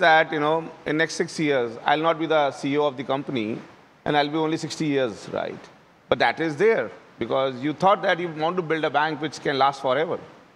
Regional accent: Rajasthan, India; I am from Rajasthan, right? And Rajasthan population is close to 8 crore. I'd done a business there for 20 years, from 96 to 2016 as NBFC.

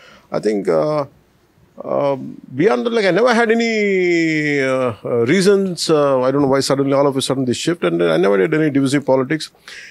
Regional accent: Telangana, India; So they cannot deny. I'm an Indian citizen. I'm a part of Telangana.

